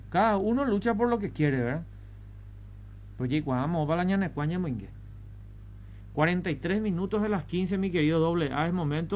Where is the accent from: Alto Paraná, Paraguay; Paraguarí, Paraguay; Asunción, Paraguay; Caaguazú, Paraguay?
Alto Paraná, Paraguay; Presidente Franco; nací en Franco. Y desde los 7 años vendo diario por la calle y justamente de esa zona de San Miguel.